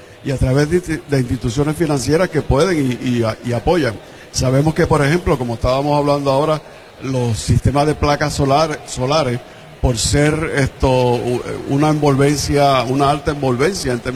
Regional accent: Puerto Rico

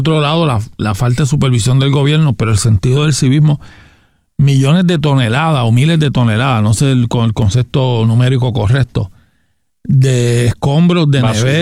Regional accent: Gurabo, Puerto Rico; yo soy de Gurabo, uh-huh, y gran parte del lago Carraízo está en Gurabo, fundamentalmente en el barrio Aguas de Gurabo.

